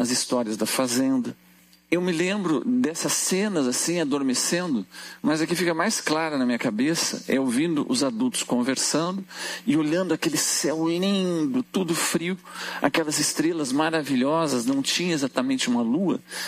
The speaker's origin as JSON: {"language": "Portuguese", "town": "Porto Alegre", "region": "Rio Grande do Sul", "country": "Brazil", "said": "Eu sou gaúcho, sou de Porto Alegre, mas os meus avós tinham uma pequena fazenda numa cidade do interior, perto do Uruguai, que é São Gabriel."}